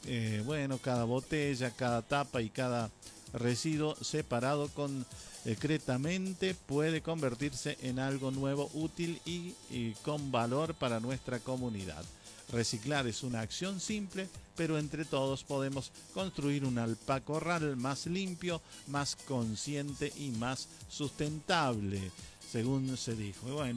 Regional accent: Argentina; celebrando una fecha que nos une como argentinos

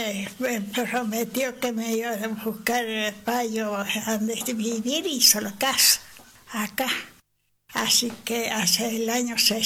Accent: Las Lechucitas, Córdoba, Argentina; Nací en Las Lechucitas.

